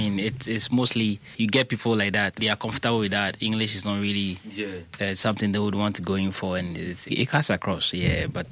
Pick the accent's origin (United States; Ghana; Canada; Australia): Ghana; I'm from Ghana.